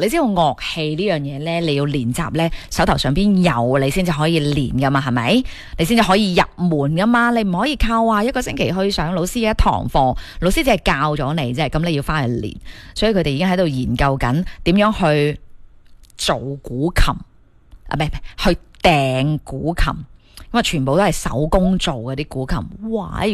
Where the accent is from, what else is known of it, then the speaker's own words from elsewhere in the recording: Guangdong, China; 我呢个会唔会都系我哋广东人嗰种 DNA 里边带出嚟嘅嗰种操作啊？